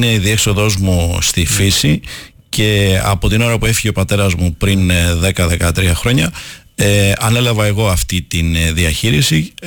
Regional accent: Aigio, Western Greece, Greece; moved away as an adult; now in Athens, Greece; Εγώ γεννήθηκα στο Αιγαίο, στο Σελινούντα του Αιγαίου, τη δεκαετία του 60, σε αρχές της δεκαετίας, και τελειώνοντας το σχολείο έφυγα, το λύκειο, έφυγα αναζητώντας κάτι καλύτερο. Ευτυχώς έφτασα μέχρι την Αθήνα, γιατί οι αρχικές μου σκέψεις ήταν μπορεί να έφτανα μέχρι την Αμερική.

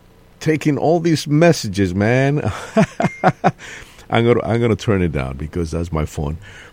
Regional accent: Dominican Republic; now in United States; that's where I come from the Dominican Republic.

